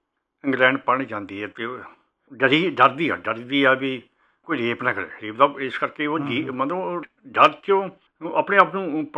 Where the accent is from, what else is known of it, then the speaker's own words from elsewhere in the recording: Punjab, India; ਅਤੇ ਸਾਡੇ ਪਿੰਡ ਤੋਂ 5 ਕਿਲੋਮੀਟਰ ਦੂਰ ਨਕੋਦਰ ਪੈਂਦਾ ਸੀ, ਅਤੇ ਮੈਂ ਅਤੇ ਮੇਰਾ ਬ੍ਰਦਰ ਦੋਵੇਂ ਅਸੀਂ ਤੁਰ ਕੇ ਪਾਣੀ ਜਾਂਦੇ ਸੀ।